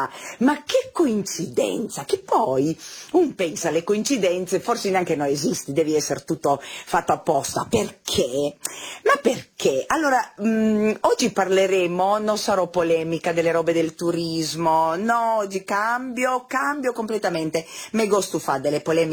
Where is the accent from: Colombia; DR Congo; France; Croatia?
Croatia; Pula, Istria County